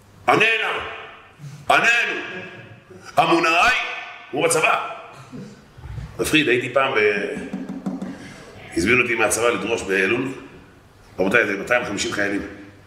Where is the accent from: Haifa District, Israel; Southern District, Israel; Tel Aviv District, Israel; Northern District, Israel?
Tel Aviv District, Israel; Bnei Brak; ואני בתור בני ברקי, סקרן. אתם יודעים, בני ברקי, רוצים לדעת הכל.